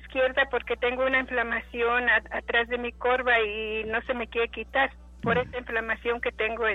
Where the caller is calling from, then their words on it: Matehuala, San Luis Potosí, Mexico; De Matehuala.